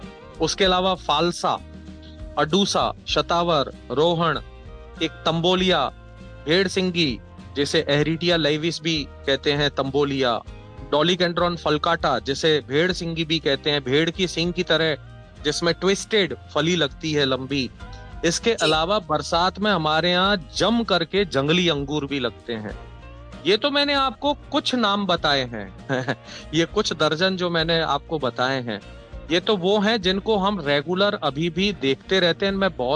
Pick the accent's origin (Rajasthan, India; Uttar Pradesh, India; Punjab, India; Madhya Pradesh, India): Rajasthan, India